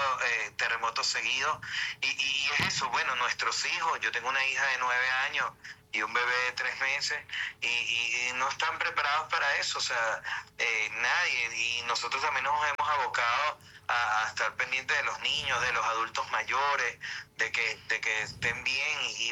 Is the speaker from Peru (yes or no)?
no; Venezuela; nosotros como buenos venezolanos y como buenos atillanos